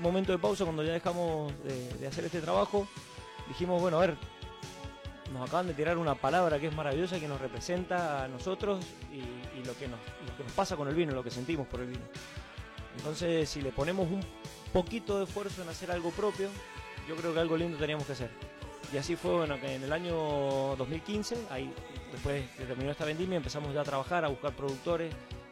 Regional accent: Mendoza, Argentina; como buenos mendocinos, nosotros somos muy apasionados del vino.

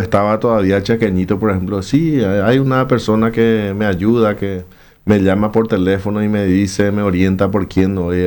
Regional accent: Paraguay; Como ciudadano paraguayo de bien

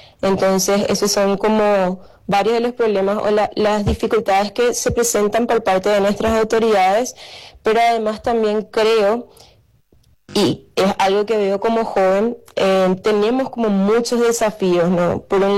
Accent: Paraguay; lo que yo veo como joven paraguaya

